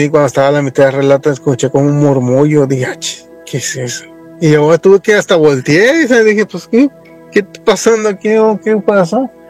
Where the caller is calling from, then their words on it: Las Vegas, Nevada, United States; de Las Vegas.